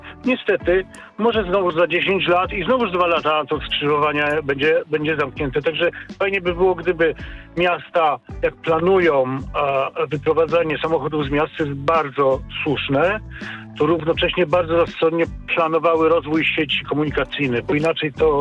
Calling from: Warsaw, Masovian Voivodeship, Poland; Mieszkam w Warszawie 5 kilometrów od Pałacu Kultury w linii prostej na osiedlu tak zwanym Siekierki.

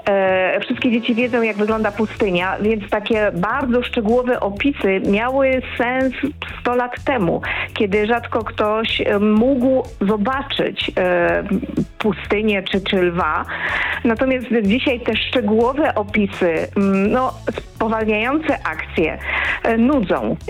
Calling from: Bad Muskau, Saxony, Germany; dzwonię z Bad Muskau w Niemczech.

